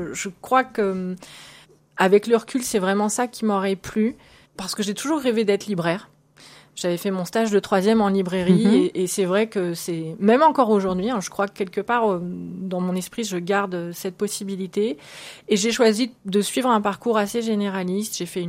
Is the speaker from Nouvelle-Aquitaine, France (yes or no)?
yes; Niort, Nouvelle-Aquitaine, France; born there; Je suis née à Niort